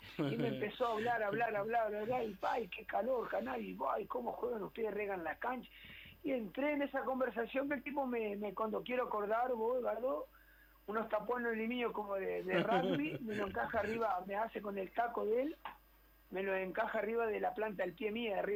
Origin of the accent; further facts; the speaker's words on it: Uruguay; born there; moved away as an adult; quería que mis hijos me vieran en la selección de mi pueblo, donde yo había nacido